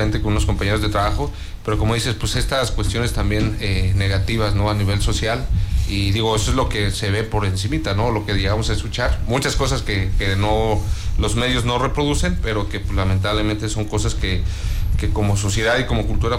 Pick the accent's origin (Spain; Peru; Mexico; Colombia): Mexico